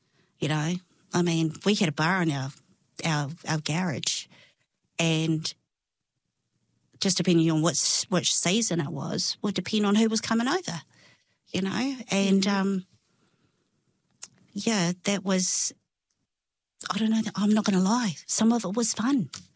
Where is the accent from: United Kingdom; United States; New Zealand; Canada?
New Zealand; Christchurch, Canterbury; born there; also born or lived in Palmerston North; Okay, so I grew up in Palmerston North. My mum did a run with from my dad when I was two, moved just the two of us to Christchurch.